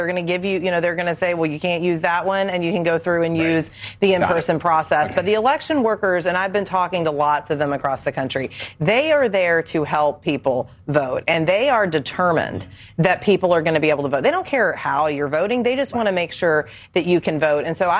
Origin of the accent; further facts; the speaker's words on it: Texas, United States; including in my home state of Texas